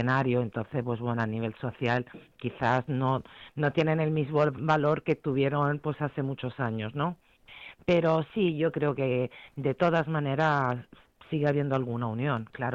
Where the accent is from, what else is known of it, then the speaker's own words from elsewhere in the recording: Italy; Spanish is a second language; moved away as an adult; now in Spain; Yo soy italiana, llevo aquí 26 años